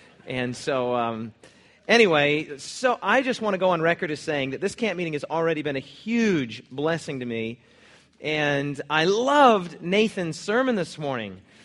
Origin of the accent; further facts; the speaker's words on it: Cheyenne, Wyoming, United States; born there; I was born in Cheyenne, Wyoming, and born again in Laramie, Wyoming.